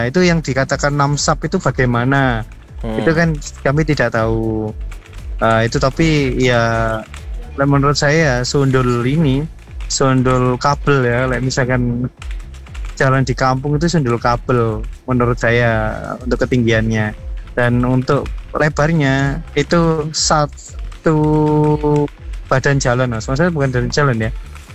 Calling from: Indonesia; Kebetulan saya warga Gedong.

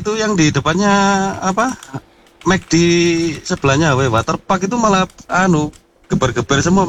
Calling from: Arjosari, East Java, Indonesia; Ini kan saya dari Arjosari itu Mas. Hmm. Ya itu menuju ke arah Singosari.

